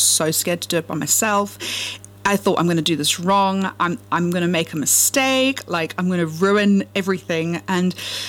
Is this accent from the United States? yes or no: no; South Africa; now in England; So I grew up on a farm in a place called Tilbach in the mountains in the middle of nowhere in South Africa.